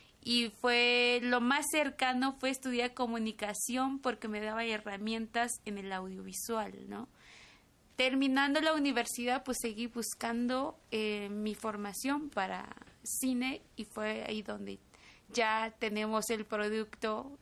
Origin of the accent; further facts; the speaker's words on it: Chiapas, Mexico; first language Tzotzil; Spanish is a second language; mi lengua materna, mi primera lengua es tzotzil. Yo aprendí a hablar español hasta los 15 años.